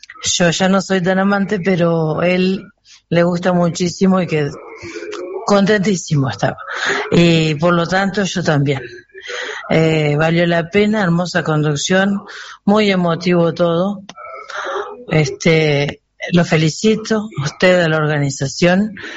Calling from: Río Negro, Uruguay; de Paraje de Sauce, Río Negro.

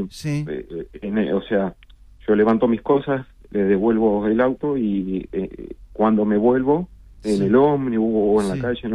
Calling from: Montevideo, Uruguay; De Montevideo

